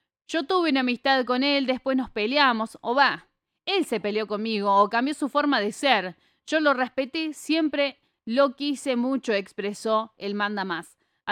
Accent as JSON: {"language": "Spanish", "country": "Argentina", "said": "dos géneros que nos identifican como argentinos"}